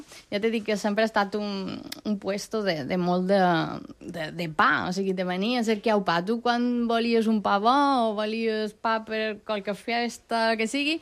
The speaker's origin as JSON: {"language": "Catalan", "town": "León", "region": "Castile and León", "country": "Spain", "lives_now": "Pollença, Spain", "said": "Jo no som pollencina, jo fa 26 anys que visc aquí a Pollença, jo som de León"}